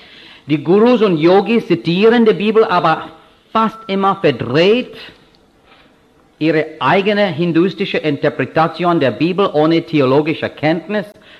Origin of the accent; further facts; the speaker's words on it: India; now in Switzerland; Ich bin Inder, meine Frau ist Schweizerin.